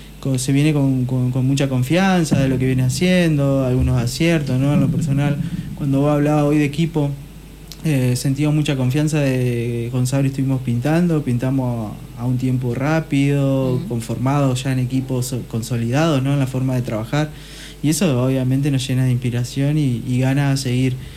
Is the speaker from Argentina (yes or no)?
yes; Diamante, Entre Ríos, Argentina; cuando decimos que somos de Diamante